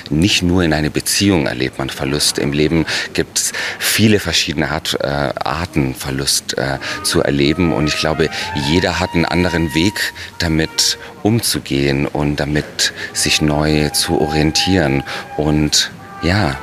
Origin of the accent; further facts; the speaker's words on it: Italy; moved away; Ich bin in Italien aufgewachsen und mit griechischer Mythologie und mit Latein, das war für uns ganz normal jeden Tag.